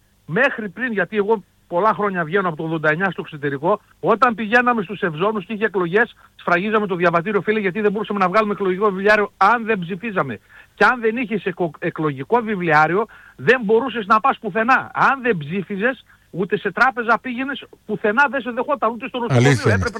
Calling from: Alexandreia, Central Macedonia, Greece; Εγώ από την Αλεξάνδρεια, μάλλον είμαι εδώ από το Γιδά.

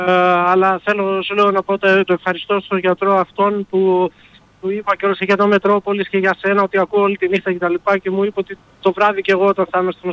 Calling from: Lower Saxony, Germany

